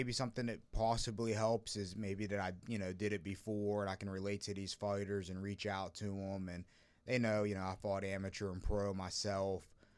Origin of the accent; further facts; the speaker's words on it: Bridgeport, Ohio, United States; Bridgeport, Ohio.